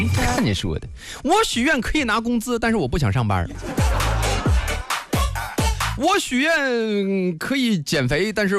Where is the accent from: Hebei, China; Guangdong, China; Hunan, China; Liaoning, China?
Hebei, China; Nangong; 我的家乡邢台南宫就说不扎下啊